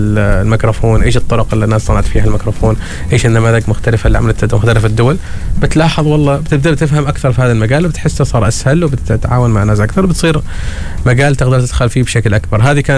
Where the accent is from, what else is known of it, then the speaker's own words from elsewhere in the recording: Oman; ونحن كشباب عمانيين